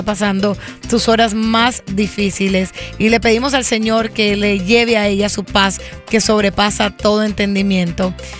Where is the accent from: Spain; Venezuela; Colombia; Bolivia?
Colombia; ella estaba en mi país, Colombia, grabando un reality show